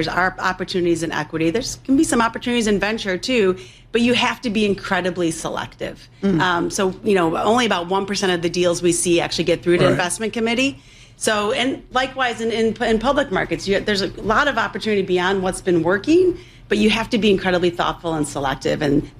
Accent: Chicago, Illinois, United States; I married a North Sider Cubs fan who grew up really close to Wrigley Field, and I grew up on the South Side, went to Mother Macaulay High School.

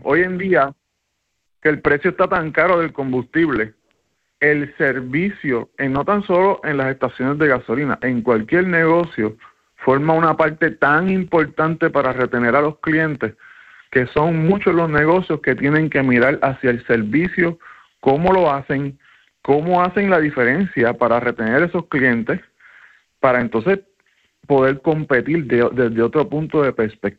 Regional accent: Ponce, Puerto Rico; Yo soy de Ponce.

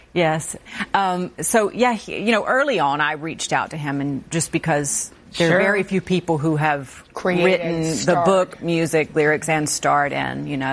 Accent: Georgia, United States; I'm from Georgia originally. So we grew up around country

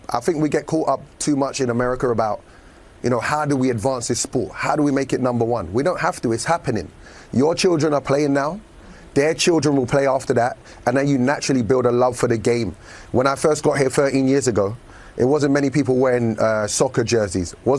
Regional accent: England, United Kingdom; moved away as an adult; now in United States; You know I'm English.

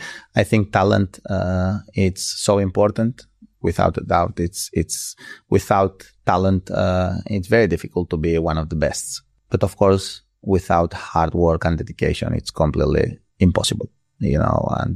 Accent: Balearic Islands, Spain

